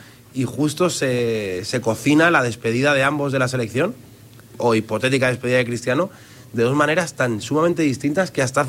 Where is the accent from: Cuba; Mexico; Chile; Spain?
Spain; No, porque soy de España.